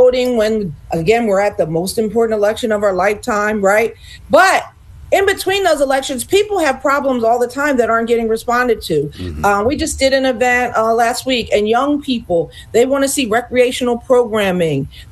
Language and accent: English; Montgomery County, United States; I come from Montgomery County.